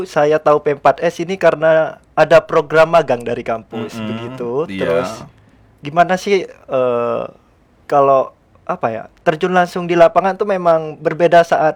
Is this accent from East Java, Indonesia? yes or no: no; Jakarta, Indonesia; born there; Lahir Jakarta.